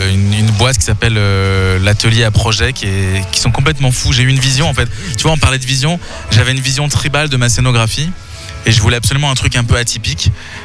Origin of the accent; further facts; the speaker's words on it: Switzerland; Moi, je suis suisse, moi.